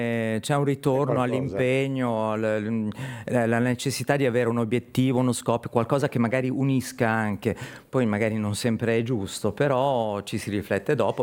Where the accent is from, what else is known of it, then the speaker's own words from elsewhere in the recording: Chiavari, Liguria, Italy; esatto, e poi comunque sono sempre tornato a Chiavari. Me ne sono reso conto di quanto sia attaccato alla mia terra andando a vivere, certo, al di là dell'Appennino.